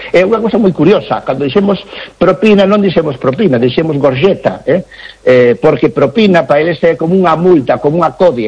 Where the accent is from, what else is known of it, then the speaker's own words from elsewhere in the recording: Galicia, Spain; Que dicir, pois, pero se usted é portugués, non, son galego, isto é unha beiriña e tal.